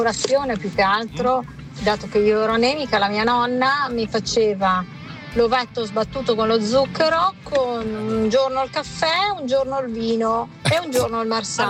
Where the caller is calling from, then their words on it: Friuli-Venezia Giulia, Italy; Ma io sono friulana, è normale.